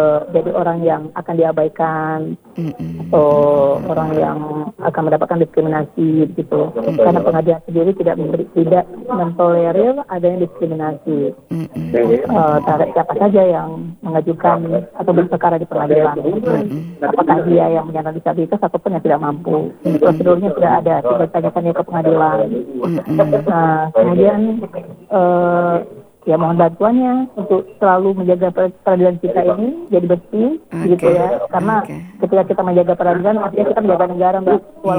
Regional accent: Takengon, Aceh, Indonesia; moved away; apalagi untuk daerah saya ya, Pakengon yang saya cintai, yang selalu saya rindukan di perantauan gitu ya.

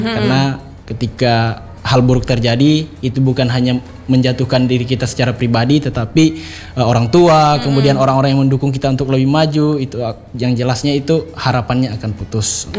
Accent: Central Sulawesi, Indonesia; moved away as an adult; now in Palu, Indonesia; sebelumnya desa saya itu di wilayah Kecamatan Menui Kepulauan, ada satu pulau di bagian pesisir namanya Desa Padilaut.

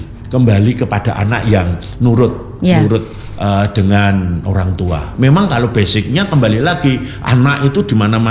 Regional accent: Surakarta, Central Java, Indonesia; Kalau kami warga Kemlayan

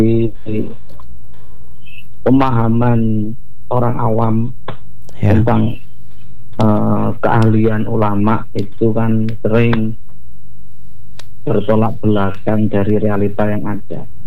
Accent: Keling, East Java, Indonesia; Karena kakek saya di daerah, saya dari daerah Keling.

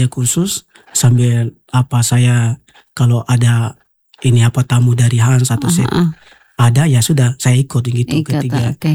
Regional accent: West Papua, Indonesia; Karena kita orang Arfak itu dulu, sebelum dia maju itu kita dulu, orang tua kita makan dari alam.

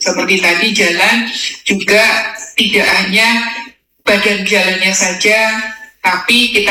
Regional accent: Papua, Indonesia; kami menyampaikan terima kasih saya sebagai orang Papua.

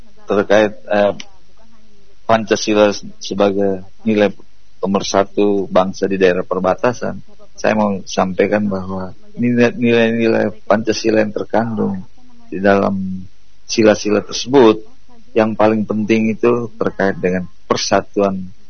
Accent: Belu, East Nusa Tenggara, Indonesia; khususnya bagi kita masyarakat Belu sebagai masyarakat perbatasan

